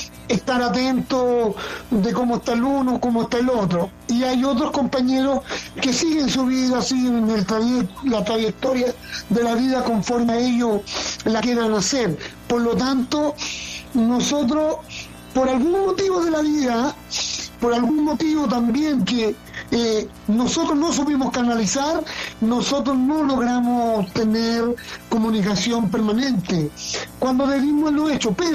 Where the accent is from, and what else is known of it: Chile